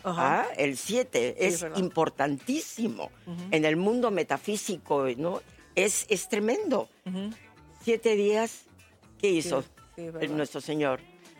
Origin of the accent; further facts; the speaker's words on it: Peru; sí, soy peruana